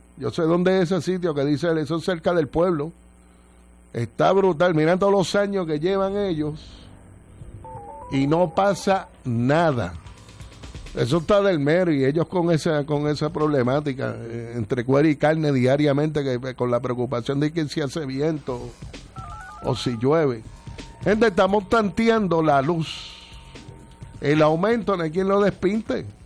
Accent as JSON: {"language": "Spanish", "town": "Añasco", "country": "Puerto Rico", "said": "De mi pueblo, muy bien."}